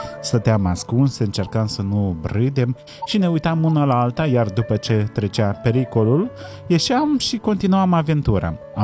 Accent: Moldova; și nu sunt din România, dar sunt din Moldova.

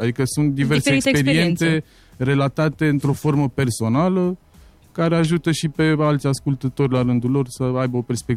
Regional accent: Constanța, Constanța County, Romania; now in Bucharest, Romania; Zona de gară din Constanța și aici în București am fost adoptați de cartierul Sălejan, Balta Albă.

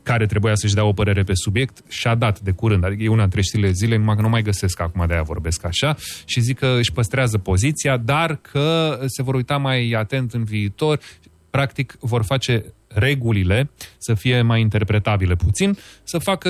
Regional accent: Cluj-Napoca, Cluj County, Romania; born there; moved away; pe mine mă leagă niște chestii foarte personale de Cluj. Eu am copilărit foarte multă vreme pentru că bunica mea se mutase acolo și cunosc dedesubturile Clujului

